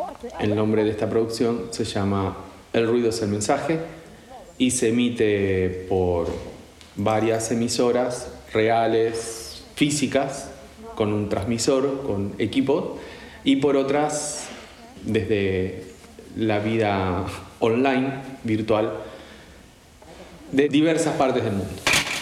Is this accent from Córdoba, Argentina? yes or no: yes; Marcos Juárez, Córdoba, Argentina; born there; soy de Argentina, de Sudamérica. Y nací en 1976, en una pequeña localidad del interior de la provincia de Córdoba, llamada Marcos Juárez.